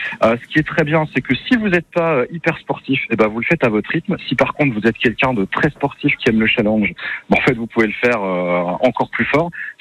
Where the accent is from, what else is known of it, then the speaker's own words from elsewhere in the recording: Dijon, Bourgogne-Franche-Comté, France; Oui, je suis né à Dijon et j'ai grandi à Dijon, tout à fait.